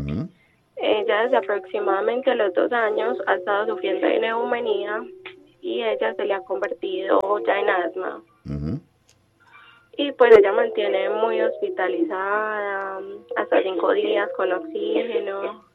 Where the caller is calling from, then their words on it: Medellín, Antioquia, Colombia; Yo te estoy llamando del barrio La Sierra de Medellín.